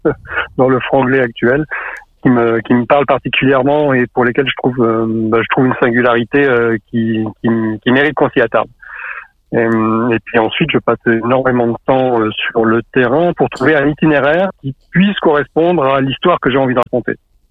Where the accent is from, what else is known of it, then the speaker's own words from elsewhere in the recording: Vichy, Auvergne-Rhône-Alpes, France; also born or lived in Bayet (Val de Sioule area); moi, je suis natif de Vichy, mais ma famille était originaire de Bayeux, donc j'ai grandi en partie là-bas.